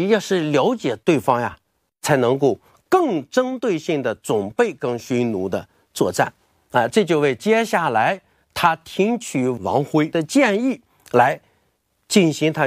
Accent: China; 我们中国人

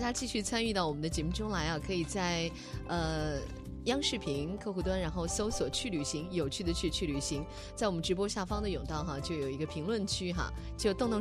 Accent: Lanzhou, Gansu, China; moved away; 因为我是兰州的嘛

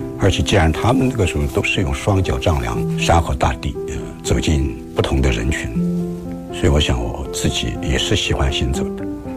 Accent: China

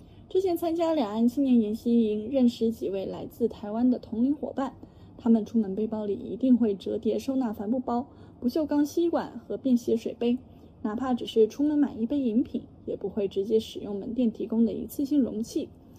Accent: China; 我是从小在大陆长大的台湾青年

